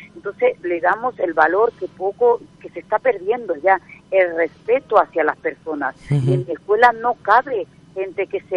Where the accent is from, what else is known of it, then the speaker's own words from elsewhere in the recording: Venezuela; moved away as an adult; now in Barcelona, Spain; yo soy de Venezuela, llegué aquí a España, a Barcelona, con 20 añitos